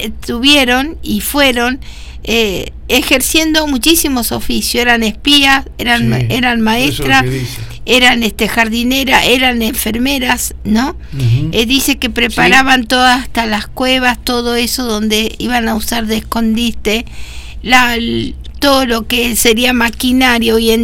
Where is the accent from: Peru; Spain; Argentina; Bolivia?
Argentina; Como sociedad, como argentino.